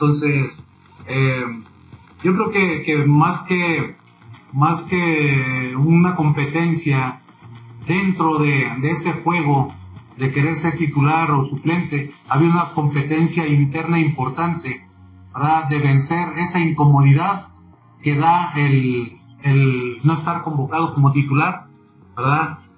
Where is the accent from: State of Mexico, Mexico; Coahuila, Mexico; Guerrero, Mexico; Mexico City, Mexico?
Coahuila, Mexico; Saltillo; Aunque tenía 9 años, y la primera vez que salí de Saltillo fui a un estadio allá en Monterrey